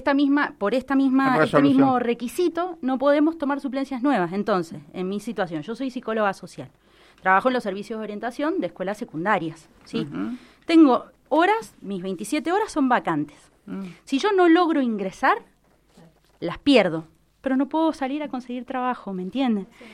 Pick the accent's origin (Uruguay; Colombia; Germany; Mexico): Uruguay; now in Mendoza, Argentina; Sí, soy uruguaya. Mi mamá es casada con un mendocino, por eso estoy acá. Es medio raro un uruguaya por acá, pero mi mamá formó su vida con un mendocino.